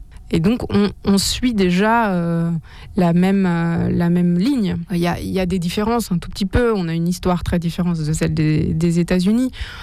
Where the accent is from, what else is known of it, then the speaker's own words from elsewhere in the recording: France; je suis française